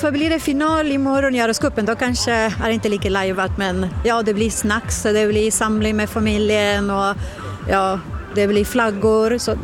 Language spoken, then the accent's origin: Swedish; Montevideo, Uruguay; now in Västerås, Sweden; I huvudstaden Montevideo.